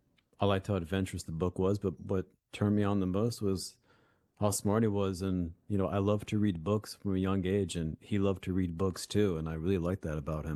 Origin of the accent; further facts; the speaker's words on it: Miami, Florida, United States; born there; I was born on October 7, 1970 in Miami, Florida, just about a mile and a half away from the Dade County Courthouse